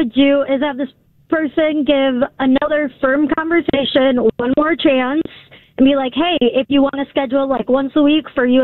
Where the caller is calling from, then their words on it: Washington County, Wisconsin, United States; We're from Washington County.